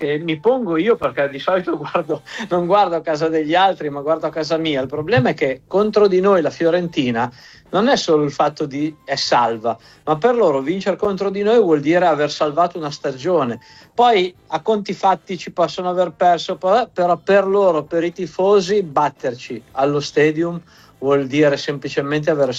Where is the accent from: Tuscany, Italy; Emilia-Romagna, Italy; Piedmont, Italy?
Piedmont, Italy; Perché siamo piemontesi, quindi ci sta che facciamo una bella torta di porri.